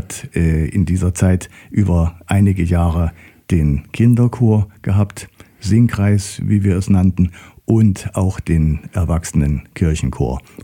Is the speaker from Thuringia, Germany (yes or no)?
yes; Erfurt, Thuringia, Germany; Okay, also einen großen Teil meiner Kindheit und meiner Jugend habe ich in Erfurt verlebt.